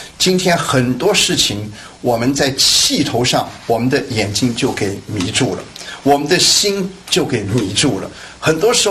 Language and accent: Chinese; Guangdong, China; 譬如说我是广东人